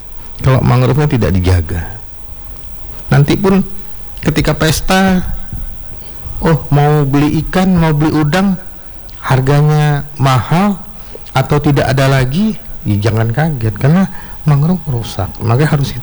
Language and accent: Indonesian; Jakarta, Indonesia; now in North Sumatra, Indonesia; kebetulan saya kan dari Jakarta. Saya dari Jakarta, istri saya orang Medan gitu.